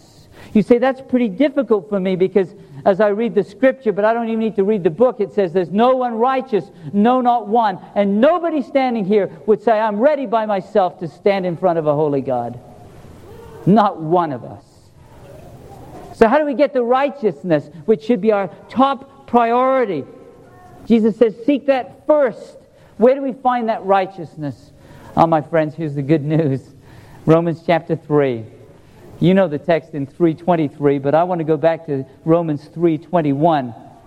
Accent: England, United Kingdom; I guess they must have grown up in a monarchy like I did. See, I grew up in England.

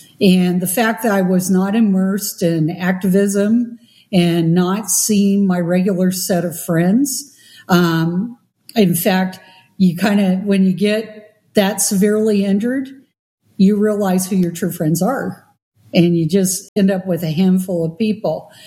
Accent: Seattle, Washington, United States; now in East Texas, United States; Well, remember, I'm from Seattle. East Texas is Podunkville.

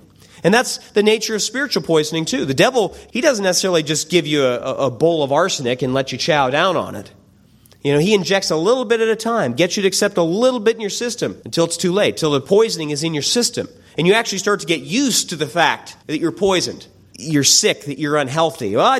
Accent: Pennsylvania, United States; I'm from the Pennsylvania area north of Pittsburgh, and in the city of Pittsburgh, there is a river system that the city grew up around.

